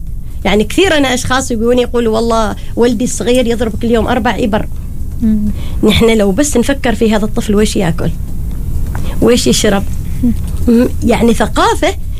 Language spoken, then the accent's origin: Arabic; Oman; عندنا في عمان